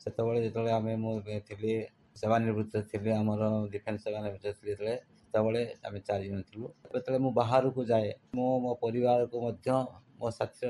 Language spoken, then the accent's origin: Odia; Mausuda, Odisha, India; ମୋର ଜନ୍ମ ମଉସୁଦା ଗ୍ରାମରେ, ଭଦ୍ରକ ଡିଷ୍ଟ୍ରିକ୍ଟର ଚାନ୍ଦବାଲି ବ୍ଲକରେ। କିନ୍ତୁ ମୋର ପାଠପଢ଼ା ଆରମ୍ଭ ଗ୍ରାମ ସ୍କୁଲରେ